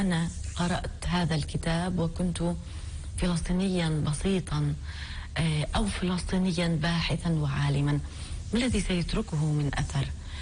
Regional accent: Palestine; وهذا ما نحتاج إليه كفلسطينيين

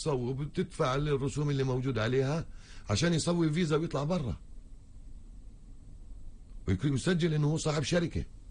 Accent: Palestine; أنا موجود في بلدي بكرامتي بعيلتي بشرفي

